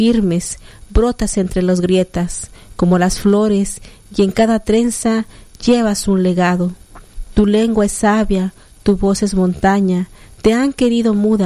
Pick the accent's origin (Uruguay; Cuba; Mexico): Mexico; now in Tuxtla Gutiérrez, Mexico; así somos los mexicanos de alegres.